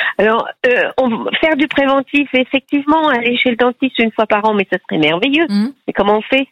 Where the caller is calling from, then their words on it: Bressuire, Nouvelle-Aquitaine, France; De Bressuire, le nord des Deux-Sèvres.